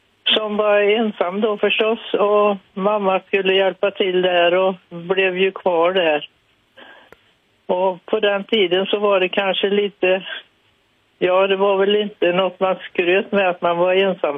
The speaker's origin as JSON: {"language": "Swedish", "town": "Ulricehamn", "region": "Västra Götaland County", "country": "Sweden", "tie": "born there", "also_born_or_lived": "Finland", "lives_now": "Skövde, Sweden"}